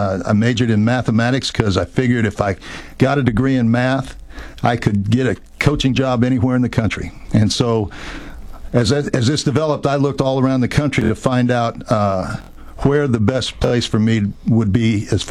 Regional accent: Iowa, United States; moved away as an adult; I was just a farm kid out of Iowa

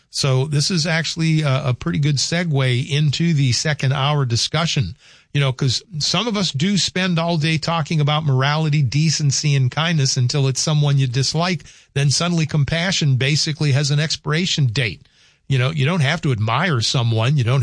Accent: New Orleans, Louisiana, United States; Yeah, growing up in New Orleans was certainly a different experience from the rest of the Deep South.

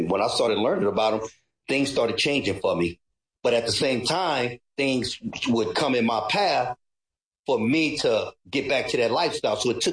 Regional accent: Philippines; me being a Filipino, I was raised as a Catholic, and I'm not here to knock Catholic. And so when I would go to church, they would bring me to St. Joseph Church near my neighborhood.

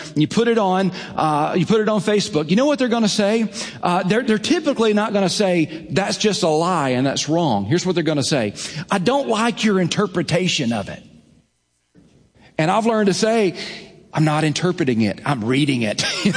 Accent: the South, United States; when I was like, was a kid growing up in the Bible Belt

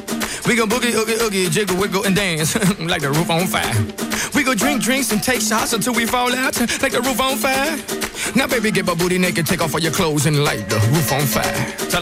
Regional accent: Catalonia, Spain; Traiem pit, que som catalans, home.

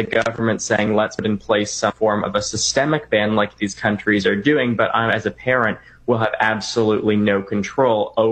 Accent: Canada; Yeah, or my home country of Canada either

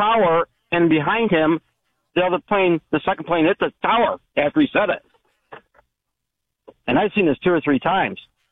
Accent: New York, United States; now in Maui, United States; calling from Maui. I was born in New York and grew up there, and I remember 9/11.

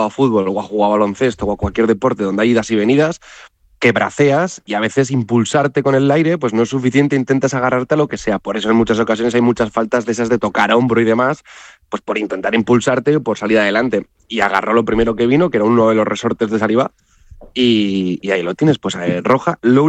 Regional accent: Zaragoza, Aragon, Spain; yo digo, soy de Zaragoza, yo tengo consistencia al frío, yo nací en el frío

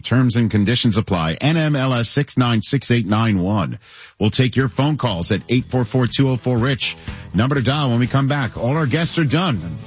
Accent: New York, United States; I'm from New York, and I'm a thin crust guy.

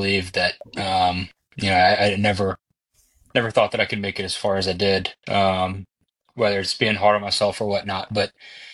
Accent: Birmingham, Alabama, United States; Growing up in Birmingham, I'm sure you guys are familiar with some other names besides ones that I mentioned.

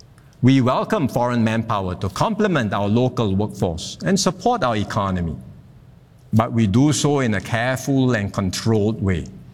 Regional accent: Singapore

